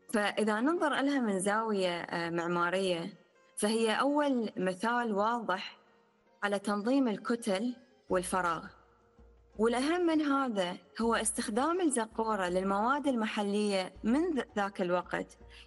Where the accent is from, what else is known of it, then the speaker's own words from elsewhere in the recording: Iraq; نشأتي بلدي العراق، البلد الغني بتنوع الحضاري والجغرافي، الثقافي، البيئي